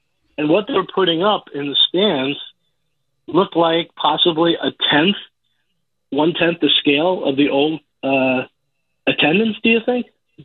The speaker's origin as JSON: {"language": "English", "town": "Floral Park", "region": "New York", "country": "United States", "tie": "born or raised there", "said": "I grew up in Floral Park"}